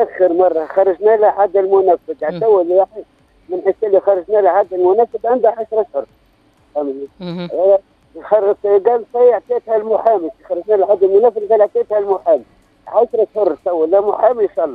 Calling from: El Haouaria, Nabeul Governorate, Tunisia; من الهواري معتمدية الهواري

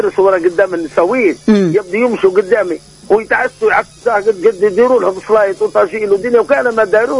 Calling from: Zarzis, Medenine, Tunisia; أنا من قصر ولاد سعيد من جرجيس

